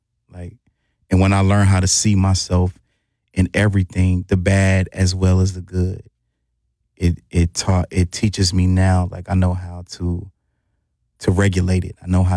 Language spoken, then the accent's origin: English; Milwaukee, Wisconsin, United States; I'm from Milwaukee.